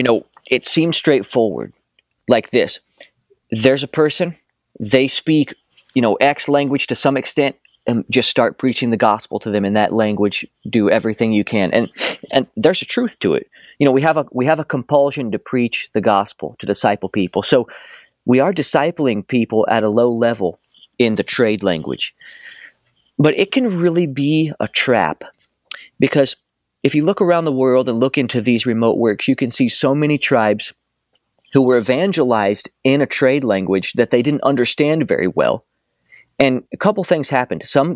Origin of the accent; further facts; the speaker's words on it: United States; moved away; growing up in the States